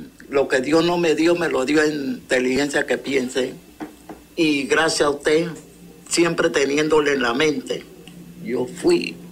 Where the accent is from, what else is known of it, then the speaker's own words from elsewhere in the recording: San Miguelito, Panamá, Panama; Yo soy de San Miguelito